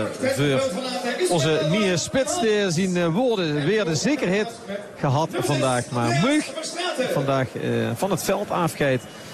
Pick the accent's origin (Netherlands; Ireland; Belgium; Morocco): Belgium; Antwerp, Flanders; Ik kom van Antwerpen, dus ik ben heel gespannen.